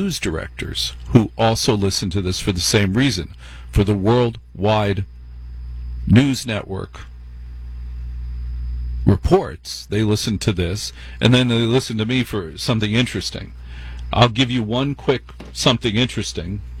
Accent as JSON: {"language": "English", "region": "New Jersey", "country": "United States", "said": "And I ain't no king, buddy. I'm from Jersey. Much tougher than being the king."}